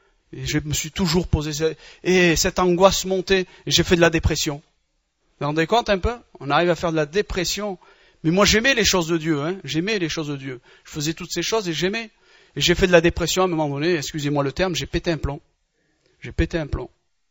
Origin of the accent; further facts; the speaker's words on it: Batna Province, Algeria; Je suis algérien, de mère algérienne et de père algérien, des Aurès, pour ceux qui connaissent, ceux qui sont des... Je suis un berbère, un chaoui, des Aurès là-bas du côté de Betna et tout ça là-bas.